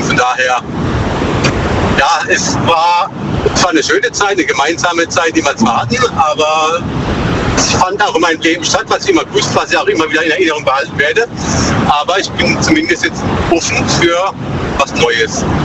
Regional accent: Bruchsal, Baden-Württemberg, Germany; Aus der Nähe von Bruchsal.

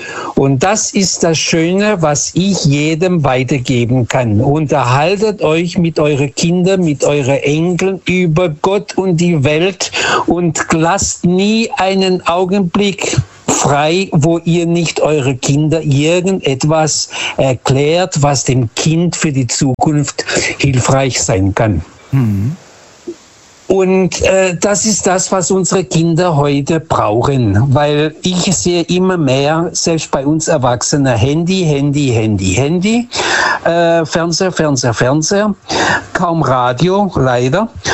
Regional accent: Lisbon, Portugal

